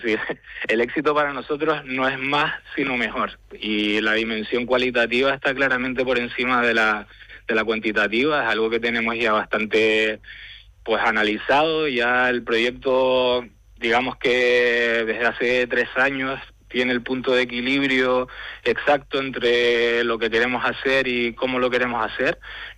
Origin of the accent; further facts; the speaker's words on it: Tegueste, Canary Islands, Spain; Somos de Tegueste, estamos dentro de la reserva de la biosfera de Anaga